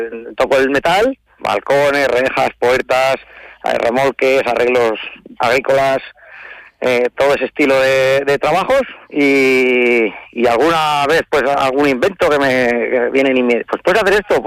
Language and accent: Spanish; Rubielos de Mora, Aragon, Spain; yo pues nací en Rubielos y aquí me he criado y aquí sigo